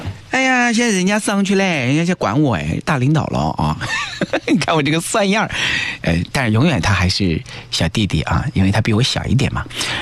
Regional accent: Hefei, Anhui, China; now in Nanjing, China; 我们老家就是合肥南站那个地方

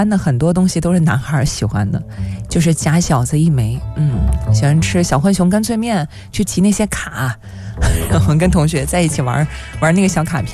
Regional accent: Yangzhou, Jiangsu, China; 那扬州是个还不错的选择。欢迎各位到我的家乡做客。

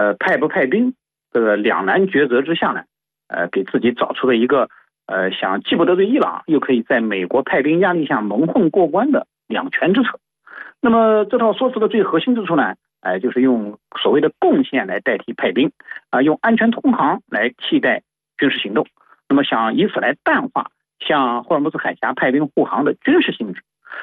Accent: China

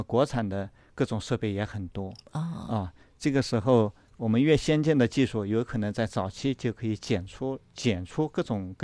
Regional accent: China

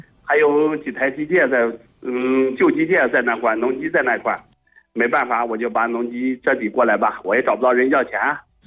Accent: Liangji, Suining County, Jiangsu, China; 因为我们孙宁县梁集的我们老家

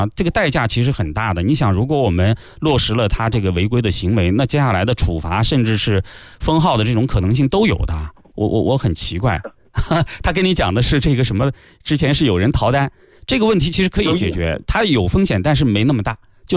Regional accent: Nanjing, Jiangsu, China; 我们南京人应该都知道

